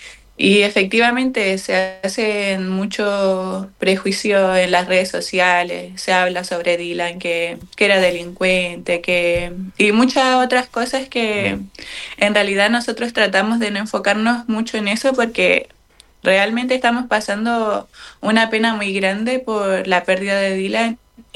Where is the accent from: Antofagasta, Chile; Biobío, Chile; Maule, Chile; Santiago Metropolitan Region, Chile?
Antofagasta, Chile; now in La Serena, Chile; Yo también soy de Antofagasta, entonces cuando llegué acá nos conocimos.